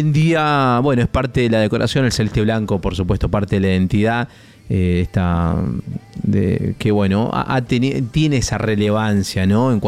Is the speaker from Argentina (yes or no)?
yes; Argentina; somos, sí, argentinos